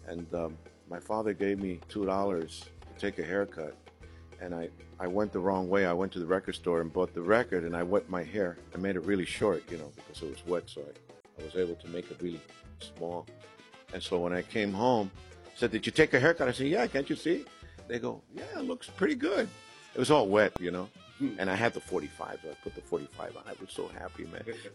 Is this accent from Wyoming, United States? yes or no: no; Bronx, New York, United States; Yeah, I grew up in the Bronx when I was a kid, and growing up there was really tough in my days.